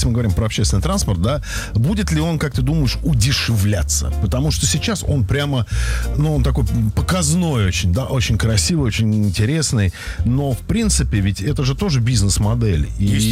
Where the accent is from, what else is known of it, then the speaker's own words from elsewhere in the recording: Moscow, Russia; Не потому, что я москвич